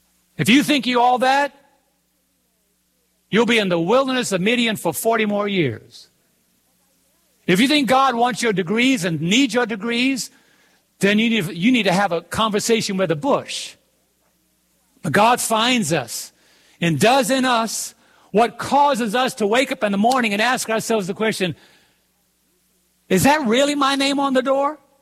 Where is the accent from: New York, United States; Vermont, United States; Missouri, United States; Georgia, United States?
New York, United States; I'm from Brooklyn. I'm from Brooklyn. I'm a child who didn't know his mother.